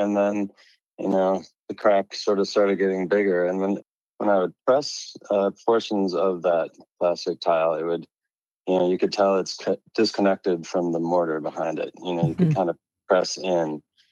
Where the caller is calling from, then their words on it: Minneapolis, Minnesota, United States; I'm from Minneapolis, Minnesota.